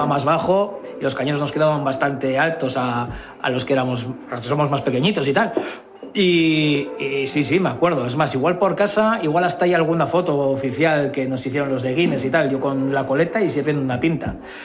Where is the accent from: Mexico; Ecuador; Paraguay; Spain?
Spain; Bilbao, Basque Country; yo soy de Santutxu y yo empecé a trabajar en Algorta con 17 años.